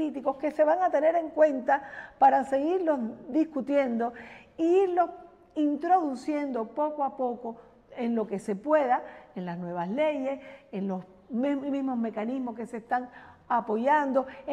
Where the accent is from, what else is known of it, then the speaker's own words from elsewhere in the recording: Cuba; yo como cubana